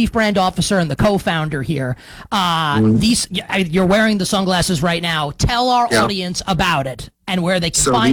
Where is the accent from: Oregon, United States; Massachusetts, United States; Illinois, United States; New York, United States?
New York, United States; And look, I'm a New Yorker and I'm a Knicks fan